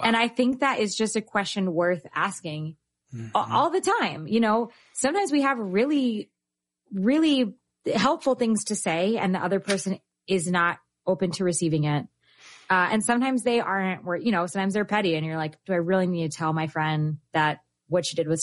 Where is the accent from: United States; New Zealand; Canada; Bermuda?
United States; East Coast; now in Midwest, United States; So I am from the East Coast. I was raised to be judgmental. And as I adapt to Midwest sensibilities